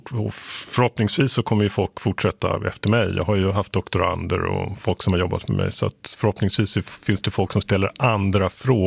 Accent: Sweden; som svensk

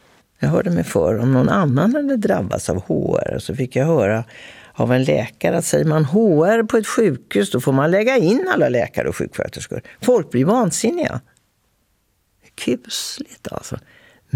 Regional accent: Linköping, Östergötland, Sweden; now in Stockholm, Sweden

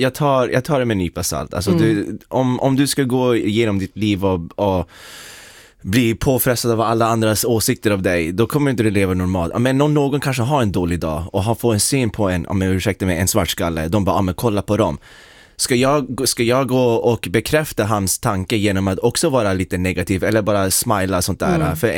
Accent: Sweden; moved away as an adult; also born or lived in United States; jag är uppvuxen i Sverige. Jag är som en fattig familj.

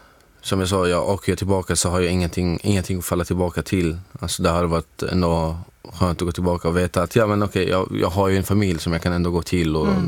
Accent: Syria; now in Sweden; det här baseras på hur situationen är i mitt hemland i Syrien.

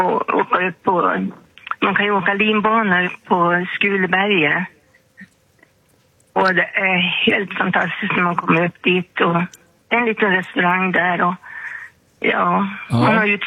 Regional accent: Härnösand, Västernorrland County, Sweden; moved away as an adult; now in Köpmanholmen, Sweden; Jag flyttade ifrån Härnösand där jag är född och uppvuxen och levt hela mitt liv och tänkte aldrig flytta annat än söderut.

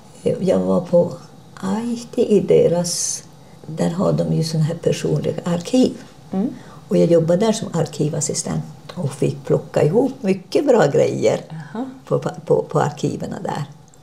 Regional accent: Jokkmokk, Norrbotten County, Sweden; born there; also born or lived in Karesuando

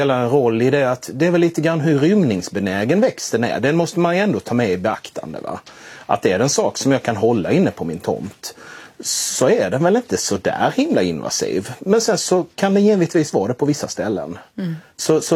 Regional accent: Blekinge, Sweden; Jag är lantbrukarson från Blekinge.

